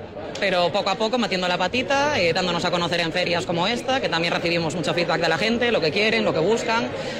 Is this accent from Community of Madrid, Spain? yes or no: no; Pontevedra, Galicia, Spain; De aquí, de Pontevedra.